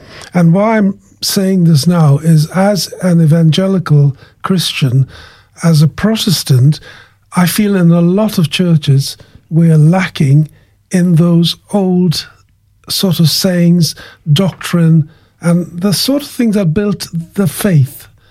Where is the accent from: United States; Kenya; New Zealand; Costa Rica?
Kenya; moved away; I call to mind my walk into this country, because as you know, I'm from another country. Yes. I'm from Kenya.